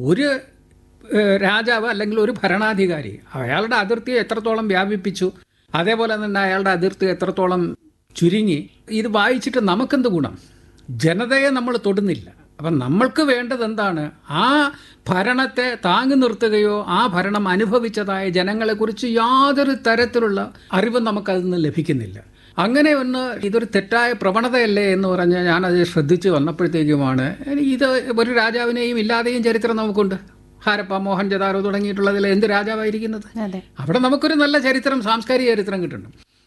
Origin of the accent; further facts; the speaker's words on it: Kerala, India; അത്തരം ഒരു സംഘത്തിൽ മലയാളി എന്ന നിലയിൽ ഞാൻ ഉൾപ്പെട്ട് നിൽക്കുകയാണ്.